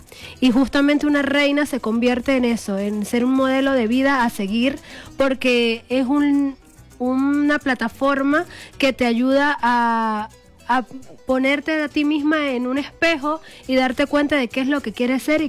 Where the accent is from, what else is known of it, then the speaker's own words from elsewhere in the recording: El Vigía, Mérida, Venezuela; El estado Mérida se caracteriza por ser muy extenso, pero principalmente vengo de la Puerta de los Andes, que es el municipio Alberto Adriani.